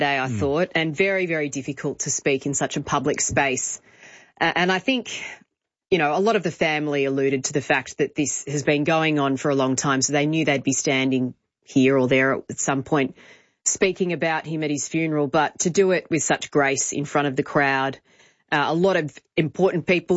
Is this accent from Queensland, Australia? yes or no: no; Sydney, New South Wales, Australia; also born or lived in Wollongong; now in Victoria, Australia; I grew up in Sydney, so I actually grew up with rugby league.